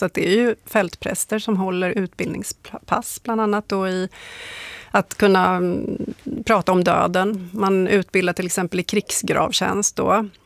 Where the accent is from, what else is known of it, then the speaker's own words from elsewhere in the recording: Gotland, Sweden; Och så växte jag upp på Gotland delvis, och då var det ju, det här var på 80-talet när vi hade hot från öst